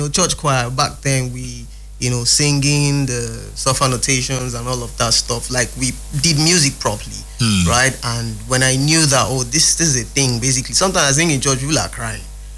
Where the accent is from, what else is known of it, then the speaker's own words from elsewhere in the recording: Port Harcourt, Rivers, Nigeria; I mean, I was born and raised here in Port Harcourt, Rumokoro to be precise.